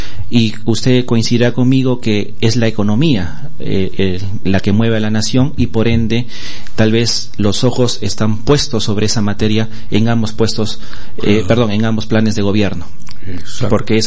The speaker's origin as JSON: {"language": "Spanish", "country": "Peru", "said": "nosotros, como Estado peruano, estamos en una economía social de mercado."}